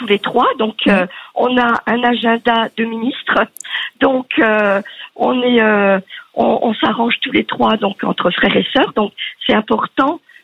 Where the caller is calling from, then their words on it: Grand Est, France; Je vous appelle de Meurthe-et-Moselle